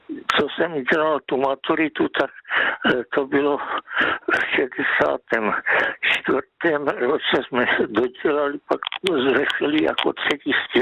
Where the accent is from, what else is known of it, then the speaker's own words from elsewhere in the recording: Ostrava, Moravian-Silesian Region, Czechia; born there; já od mládí jsem byl jako v Ostravě